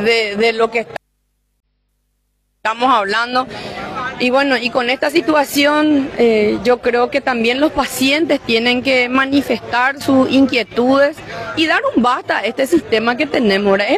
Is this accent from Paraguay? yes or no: yes; Paraguay; Nosotros como paraguayos